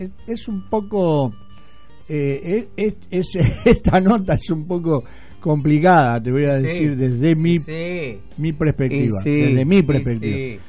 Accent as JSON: {"language": "Spanish", "country": "Argentina", "said": "Como buen argentino, todo lo atamos con alambre."}